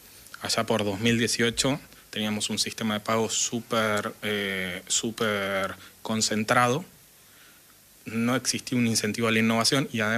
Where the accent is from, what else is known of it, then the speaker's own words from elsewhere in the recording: Tierra del Fuego, Argentina; soy fueguino y orgulloso